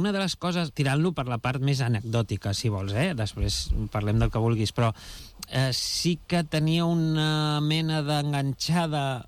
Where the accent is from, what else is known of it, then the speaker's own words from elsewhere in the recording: Badalona, Catalonia, Spain; moved away; Jo vivia a Llefià, la meva mare viu encara a Llefià, i quan vinc aquí a Badalona sóc de Llefià.